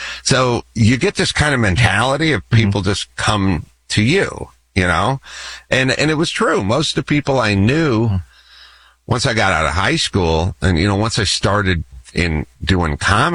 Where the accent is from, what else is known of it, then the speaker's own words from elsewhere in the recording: California, United States; When I was growing up in California, the idea of moving somewhere else was kind of absurd.